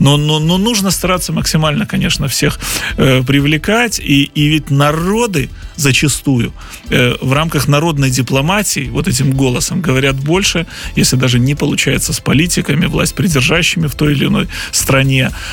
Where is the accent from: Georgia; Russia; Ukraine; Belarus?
Belarus